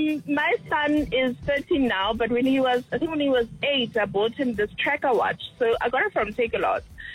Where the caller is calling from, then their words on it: Meyerton, Gauteng, South Africa; It's Lesotho from Meyerton.